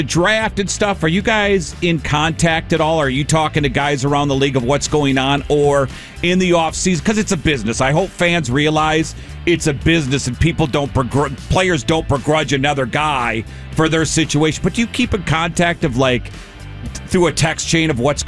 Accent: Midwest, United States; now in Columbus, United States; I knew nothing about Columbus, but I'm from the Midwest, and my wife grew up in Cincinnati.

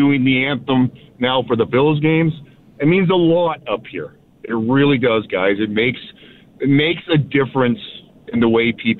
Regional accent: Canada; The other thing, I'm a Canadian. I live near Dunnville, which is like 45 minutes from the bridge, 40 Erie Buffalo.

